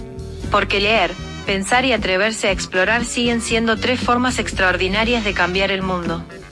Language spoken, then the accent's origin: Spanish; Argentina; la argentina más mexicana.